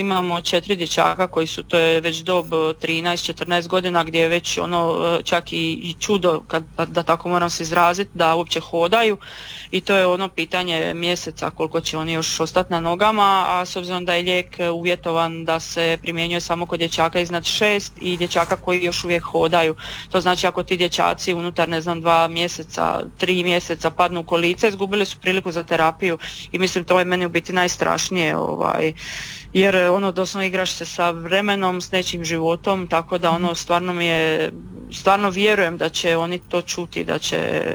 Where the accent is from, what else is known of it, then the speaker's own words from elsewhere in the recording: Zadar, Zadar County, Croatia; i mi smo iz Zadra